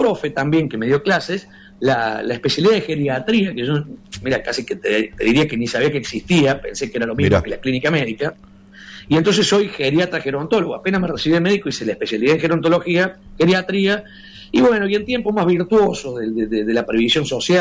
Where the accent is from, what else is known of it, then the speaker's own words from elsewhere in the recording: Río Cuarto, Córdoba, Argentina; moved away as an adult; now in Córdoba, Argentina; cuando llegué a Córdoba, yo soy de Río Cuarto, la misma tierra del Turco y de Pablo Aymar